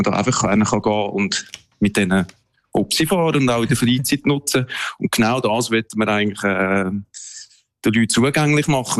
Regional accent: Central Switzerland, Switzerland; Also ich bin, wie gesagt, in der Region ja aufgewachsen. Gewisse Bahnen habe ich gewusst, also irgendwo in Uri, in Arnisee

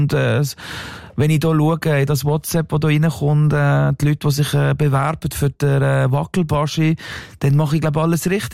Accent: Gelterkinden, Basel-Landschaft, Switzerland; Ich bin aus Gelterkind aus dem Baselland, habe dort eine Sekundarschule gemacht und auf einmal bin ich irgendwie im ganzen Land bekannt

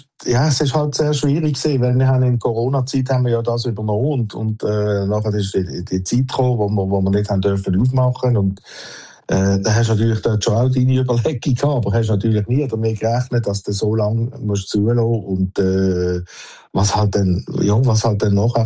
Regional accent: Switzerland; weil ich bin halt ein Schweizer, und ich wollte nicht aufgeben

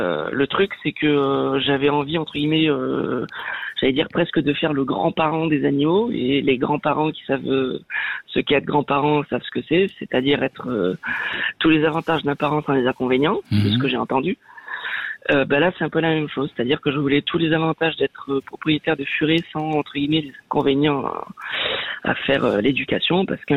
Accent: France

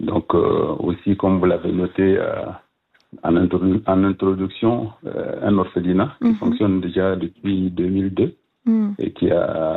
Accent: Burkina Faso; moved away as an adult; now in Switzerland; J'ai grandi au Burkina jusqu'à mes 25 ans, donc depuis 1993 je suis là.

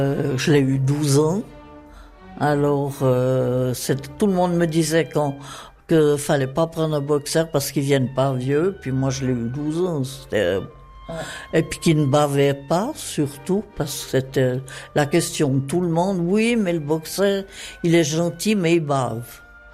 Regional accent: Chavornay, Vaud, Switzerland; je suis née, donc je suis vaudoise, pure vaudoise. Je suis née dans un petit village qui s'appelle Chavornay et qui se trouve, qu'est-ce qu'on va dire, au pied du Jura.

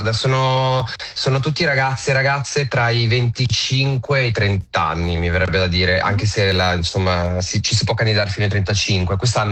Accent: Ticino, Switzerland; io, guarda, sono svizzero-tedesco, ma cresciuto in Ticino, quindi sono un ticinese, ma che parla un po' lo svizzero-tedesco

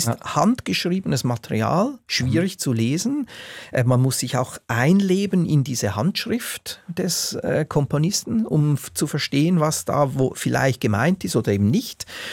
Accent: Switzerland; moved away; als Schweizer, weil ich als Auslandschweizer über Jahrzehnte gesehen habe

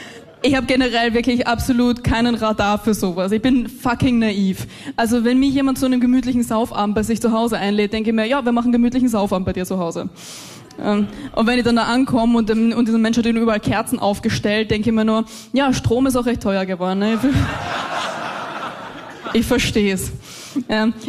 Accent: Austria; Ja, und dann hören sie, wir sind aus Österreich und wissen, ah, okay, sie sind beides.

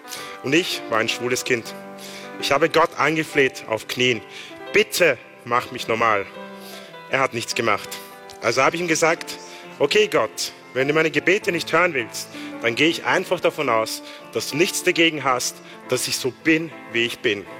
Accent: Vienna, Austria; ich bin in Wien geboren und aufgewachsen. Ich wurde streng muslimisch erzogen.

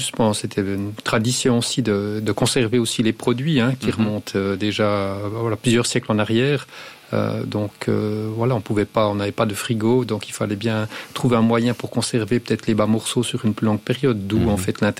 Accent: Jura, Switzerland; Moi, en tant que jurassien

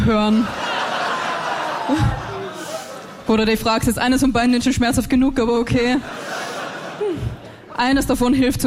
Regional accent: Vienna, Austria; dazu zu sagen, dass ich aus Österreich komme, weil man hört es, glaube ich, nicht so raus, ne? Na, ich komme aus Wien

